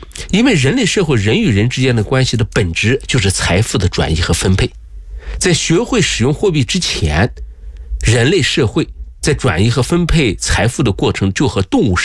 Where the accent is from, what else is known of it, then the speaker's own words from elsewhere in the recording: Xinjiang, China; 我呢是在新疆长大的